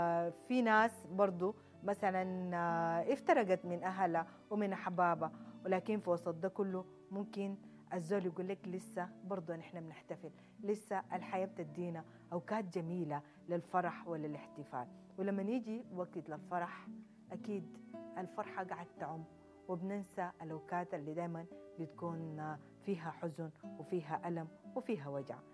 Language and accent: Arabic; Sudan; إحنا كسودانيين